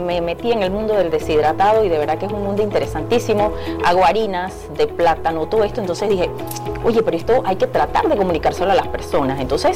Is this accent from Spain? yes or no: no; Azuero Peninsula, Panama; si nos vamos al interior de donde yo soy, que es Azuero